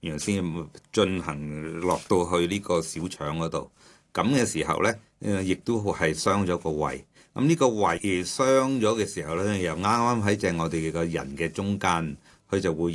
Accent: Hong Kong; 我哋香港人咧就系真系非常忙碌嘅

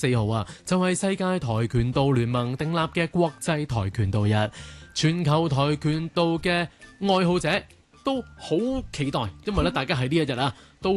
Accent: China; 我哋中国人好讲求一种叫武咩啊？

